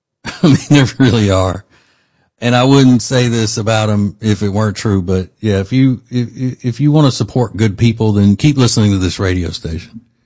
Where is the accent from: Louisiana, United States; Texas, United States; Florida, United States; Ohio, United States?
Louisiana, United States; born or raised there; moved away as an adult; now in Charlotte, United States